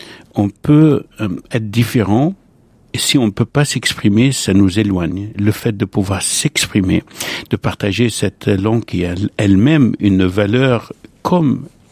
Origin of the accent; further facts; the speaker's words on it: Lebanon; moved away as an adult; now in France; je suis né au Liban, j'ai grandi au Liban et je suis venu à France à l'âge de 23 ans.